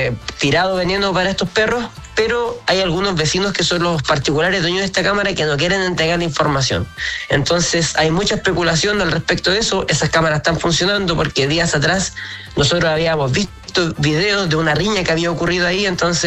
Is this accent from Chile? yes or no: yes; Caicay, Chile; Y pasó justamente que yo soy del sector de Caicay.